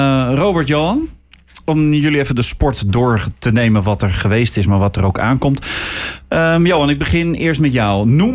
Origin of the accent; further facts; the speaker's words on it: Haarlem, North Holland, Netherlands; Want ik vind dat wel mooi hoe wij als Haarlemmers.